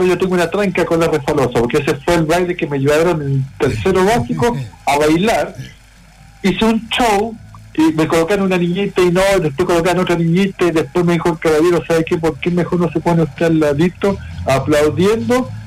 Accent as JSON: {"language": "Spanish", "country": "Chile", "tie": "born there", "said": "somos de Chucky."}